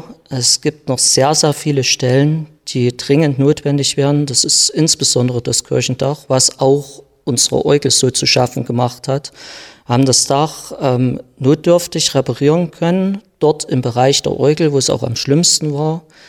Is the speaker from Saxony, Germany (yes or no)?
yes; Hammerunterwiesenthal, Saxony, Germany; Ich stamme aus Hammer unter Wiesenthal